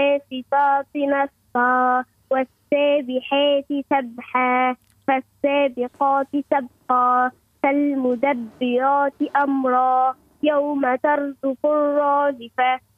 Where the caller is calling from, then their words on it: Kairouan, Kairouan Governorate, Tunisia; من القيروان